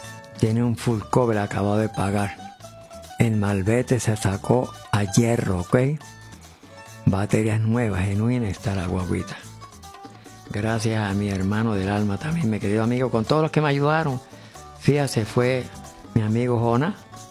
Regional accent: Añasco, Puerto Rico; en mi pueblo Añasco

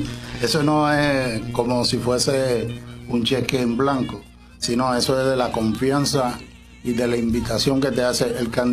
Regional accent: Santiago de los Caballeros, Santiago, Dominican Republic; now in United States; Yo soy dominicano, oriundo de Santiago.

